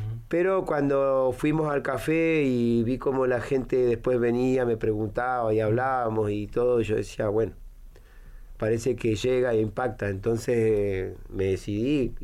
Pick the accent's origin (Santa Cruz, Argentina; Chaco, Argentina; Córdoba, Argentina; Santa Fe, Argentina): Santa Cruz, Argentina; Río Gallegos; De acá, de Río Gallegos.